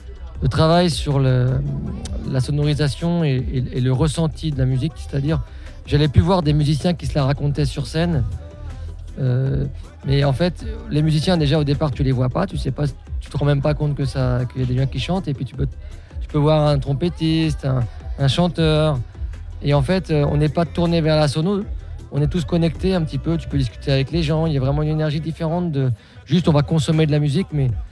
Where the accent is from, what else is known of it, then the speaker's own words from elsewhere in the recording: Pays de la Loire, France; Je viens de Loire-Atlantique, donc on était plus dans une culture, on va dire, entre trad et rock.